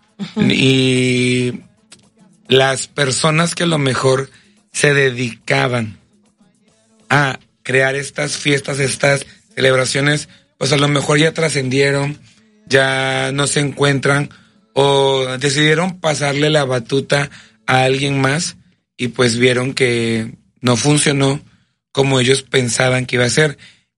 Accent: Mexico; las personas que vivimos en el país de México.

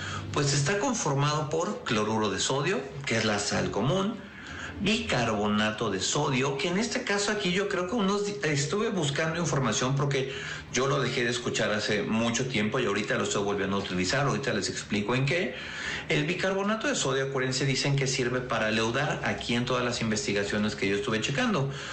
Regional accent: Mexico City, Mexico; moved away as an adult; now in Puebla, Mexico; yo soy de la Ciudad de México, llegué a Puebla hace unos 20 años

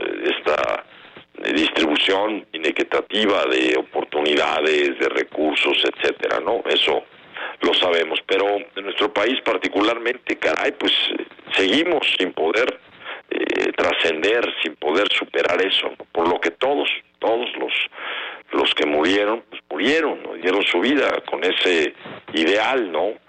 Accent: Mexico

